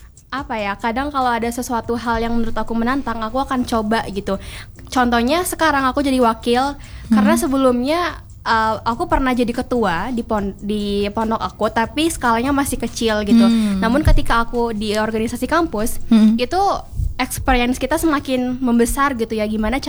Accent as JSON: {"language": "Indonesian", "region": "West Nusa Tenggara", "country": "Indonesia", "moved": "as an adult", "lives_now": "Bandung, Indonesia", "said": "Aku asalnya NTB."}